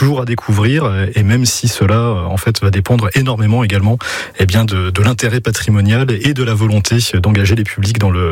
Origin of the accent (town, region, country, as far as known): Grand Est, France; now in Finistère, France